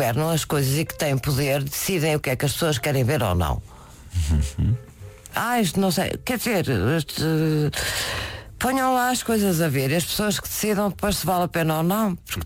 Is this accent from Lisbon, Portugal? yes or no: yes; Lisbon, Portugal; born there; Outro dia na Praça do Município, em Lisboa, que é a terra onde eu nasci, Praça do Município